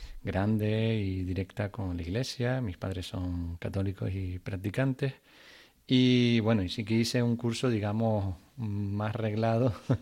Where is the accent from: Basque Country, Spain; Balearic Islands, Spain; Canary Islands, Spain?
Canary Islands, Spain; La Palma; Yo vengo de la isla de La Palma y allí sí que mi familia, mis padres y mis hermanos, soy el sexto y último hermano, y sí que había una vinculación grande y directa con la iglesia. Mis padres son católicos y practicantes.